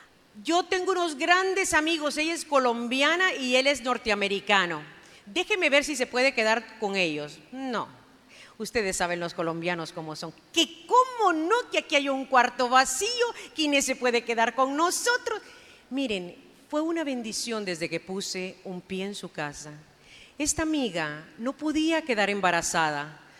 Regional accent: El Salvador; moved away as an adult; en mi país se llama jocote.

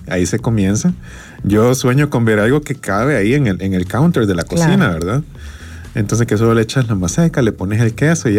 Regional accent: El Salvador; como salvadoreños tenemos un montón de cosas buenas

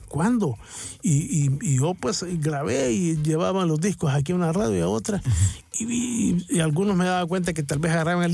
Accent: San Miguel, El Salvador; born or raised there; moved away as an adult

